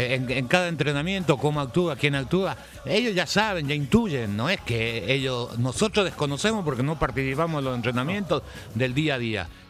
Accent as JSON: {"language": "Spanish", "country": "Paraguay"}